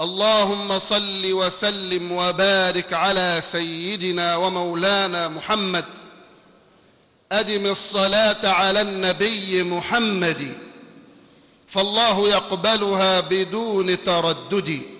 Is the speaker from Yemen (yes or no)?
no; Egypt; إني كإنسان مصري